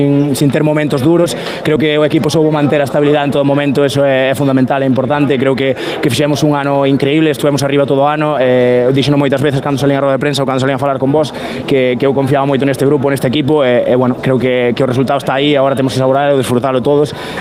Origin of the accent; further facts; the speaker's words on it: Galicia, Spain; Eu son galego de pura cepa, a casa tírame moito